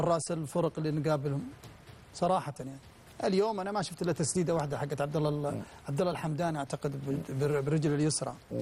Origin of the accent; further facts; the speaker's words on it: Saudi Arabia; إحنا كسعوديين نرضى بأي شيء